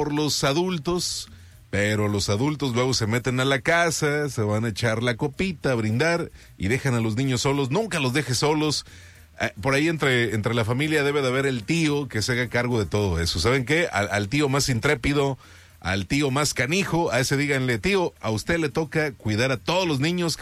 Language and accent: Spanish; Mexico; somos mexicanos